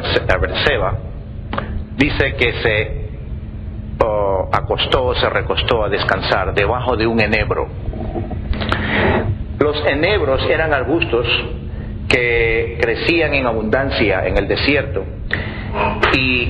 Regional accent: Ecuador; Como dicen en mi país, Ecuador

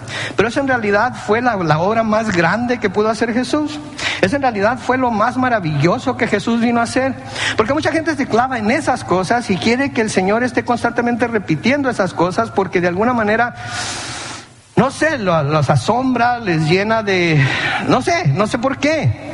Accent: Mexico; la mayoría de nosotros creo que somos mexicanos

